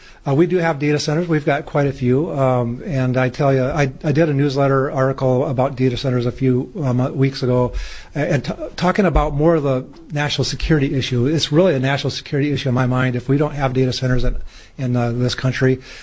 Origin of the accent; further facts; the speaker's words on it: Iowa, United States; I grew up in Iowa, and so I stayed there a good portion about.